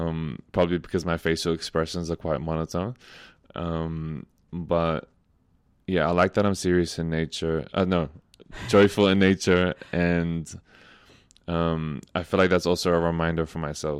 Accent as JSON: {"language": "English", "town": "Melbourne", "region": "Victoria", "country": "Australia", "tie": "born or raised there", "moved": "as an adult", "lives_now": "Castlemaine, Australia", "said": "pretty much mostly like Syrian background. And born and raised in Narm, like I mentioned before. And I've been living on Jara country in Castlemaine for a year now."}